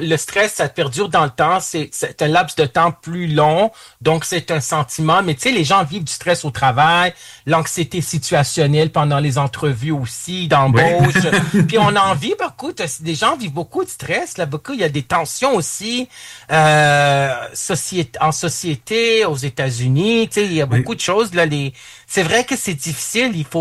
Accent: Quebec, Canada; Nous, les Québécois et les Québécoises, on devient plus avec des liens comme on l'a toujours été, des liens tissés serrés.

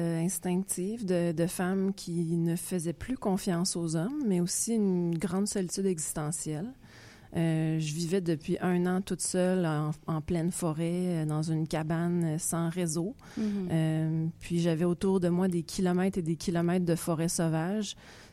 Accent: Montreal, Quebec, Canada; born there; je suis née à Montréal

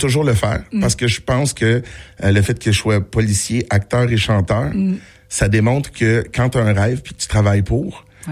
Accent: Montreal, Quebec, Canada; on revient dans ma ville natale, Verdun.

